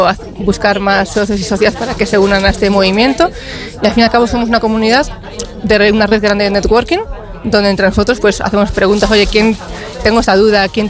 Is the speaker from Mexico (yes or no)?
no; Vigo, Galicia, Spain; moved away as an adult; also born or lived in Madrid; now in Arcos, Spain; Pues yo soy gallega, de Vigo, y estudié en Madrid.